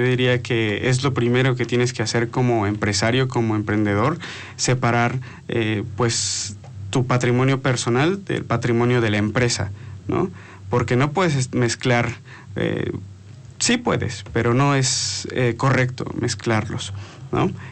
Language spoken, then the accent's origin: Spanish; San Martín Texmelucan, Puebla, Mexico; yo soy de San Martín Texmelucan, entonces mi distrito judicial es de Huejotzingo.